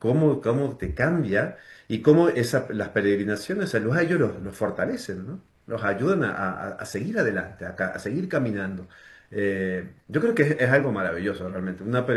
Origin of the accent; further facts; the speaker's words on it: María Grande, Entre Ríos, Argentina; muy cerca de mi pueblo, en María Grande, en Entre Ríos